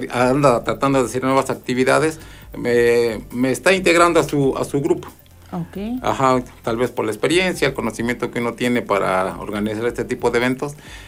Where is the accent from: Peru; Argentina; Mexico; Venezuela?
Mexico; Ah, soy mexicano, viva México.